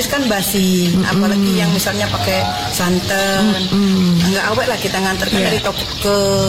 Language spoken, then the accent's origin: Indonesian; Bangka Belitung Islands, Indonesia; saya asli Bangka. Asli Bangka Belitung.